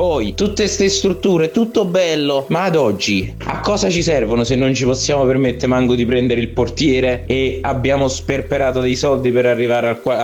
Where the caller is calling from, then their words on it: Roccarainola, Campania, Italy; da Roccarinola